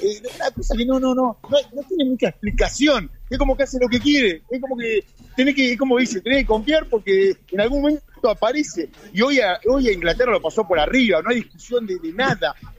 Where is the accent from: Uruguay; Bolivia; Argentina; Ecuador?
Argentina; Buenos Aires; Primero de Independiente. Y segundo de Devoto.